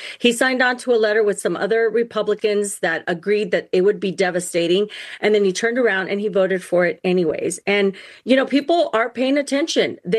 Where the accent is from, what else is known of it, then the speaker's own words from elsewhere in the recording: Eloy, Arizona, United States; In a small mom and pop grocery store in my hometown of Eloy, we walked down the baby aisle